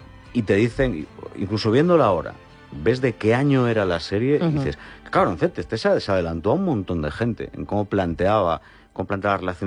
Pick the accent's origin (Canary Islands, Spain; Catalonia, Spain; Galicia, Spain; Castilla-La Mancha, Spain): Galicia, Spain; Ribadeo; como hicimos en mi tierra, en Ribadeo